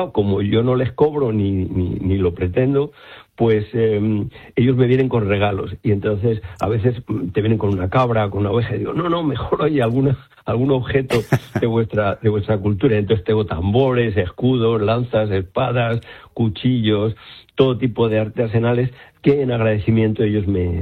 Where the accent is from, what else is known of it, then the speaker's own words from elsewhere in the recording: Madrid, Community of Madrid, Spain; now in Armuña, Spain; Y yo, de hecho, soy madrileño de Chamberí y me he ido a vivir a la Armuña salmantina